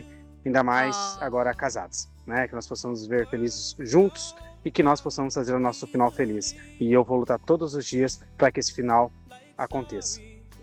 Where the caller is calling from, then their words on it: Sapiranga, Rio Grande do Sul, Brazil; sou aqui de Sapiranga.